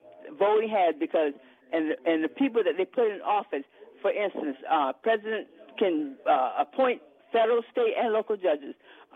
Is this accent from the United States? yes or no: yes; Georgia, United States; I'm 77 years old, and I'm in the fight to the end. I'm from Georgia, and so I know what it's like to have to go downstairs.